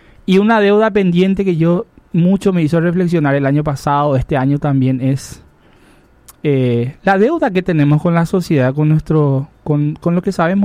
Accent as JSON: {"language": "Spanish", "country": "Paraguay", "said": "Somos paraguayos."}